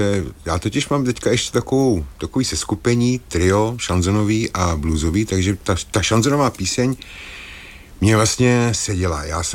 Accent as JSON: {"language": "Czech", "town": "Most", "region": "Ústí nad Labem Region", "country": "Czechia", "said": "oni, ta kapela je z Mostu, já jsem z Mostu."}